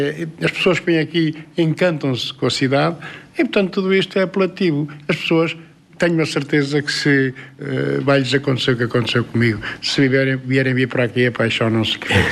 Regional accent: Aveiro, Centro, Portugal; born there; also born or lived in Porto; now in Amarante, Portugal; eu nasci em Aveiro, vivi no Porto até 1988, na faculdade, fui trabalhei no Santo António, vim para aqui

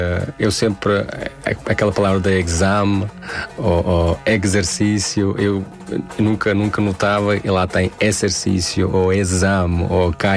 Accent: Tajikistan; já várias vezes expliquei que sou do Tajiquistão

